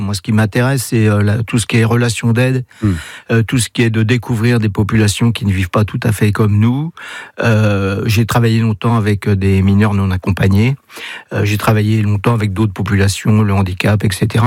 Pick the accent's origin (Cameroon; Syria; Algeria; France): France; Laval, Pays de la Loire; je suis né à Laval en 1958. Donc, je suis un mayennais pur et dur, puisque j'ai le sens du territoire.